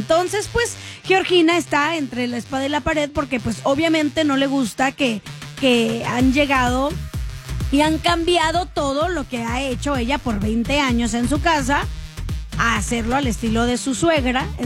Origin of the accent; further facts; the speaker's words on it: Sinaloa, Mexico; Soy sinaloense, de repente es que sí se llegan a confundir los acentos